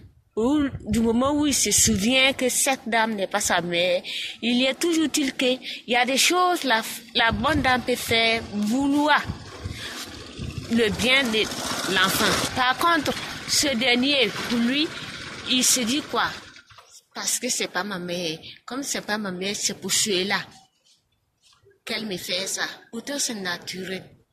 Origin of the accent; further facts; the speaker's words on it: Burkina Faso; Chez nous au Burkina Faso, surtout en Afrique